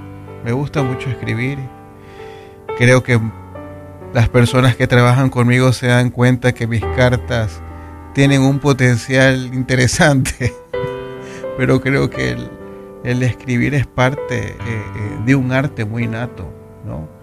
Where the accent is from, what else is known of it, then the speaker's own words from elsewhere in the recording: Puerto Rico; de la Cámara de Representantes de Puerto Rico. O sea, eso es algo que ha gustado mucho en mi país.